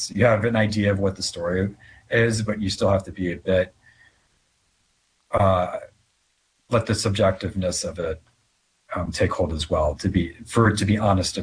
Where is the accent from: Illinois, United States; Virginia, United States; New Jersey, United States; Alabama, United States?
Illinois, United States; Chicago; I grew up in Chicago, so junior high through my time at Notre Dame as undergrad